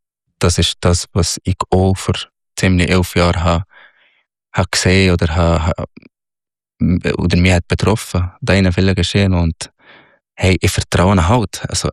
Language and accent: German; Egypt; Ja, Snowboard, ich bin Ägypter, ich habe noch nie Schneesport gemacht.